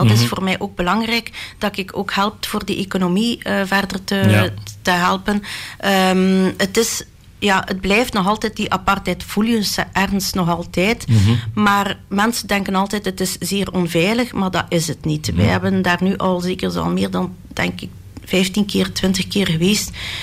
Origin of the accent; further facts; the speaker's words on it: Belgium